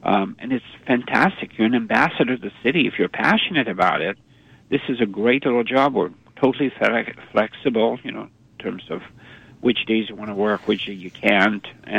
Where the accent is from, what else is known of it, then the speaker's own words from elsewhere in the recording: Quebec City, Quebec, Canada; And when I first came here, I'm originally from Quebec City. So when I first came here, I used to love to take my bike every day around the park.